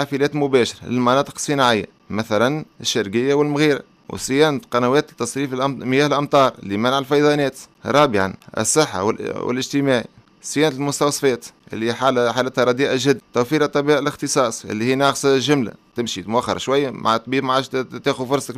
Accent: Tunis, Tunis Governorate, Tunisia; سينا 2 والمروج 2، كبارية 1 و2 و3 و4 وحي النور. هذه كل حومتي الكبيرة اللي كبرت فيها

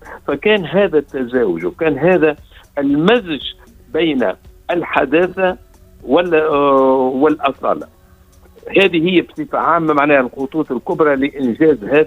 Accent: Kairouan, Kairouan Governorate, Tunisia; وانا صغير نرجع 60 سنة التالي في مدينة القيروان،

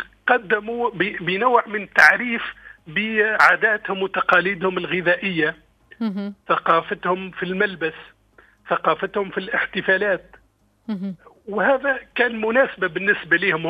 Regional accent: Tunisia; في بلادنا تونس.

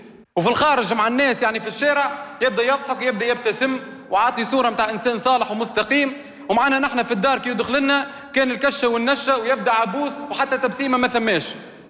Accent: Tunisia; في بلادنا تونس

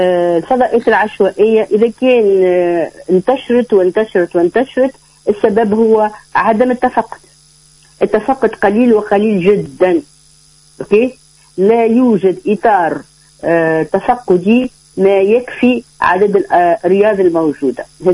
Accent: Tunisia; born there; فخورة أني أنا تونسية، وكل ما شارك في واحد نقول أنا تونسية وبنت تونس وتعليم في تونس

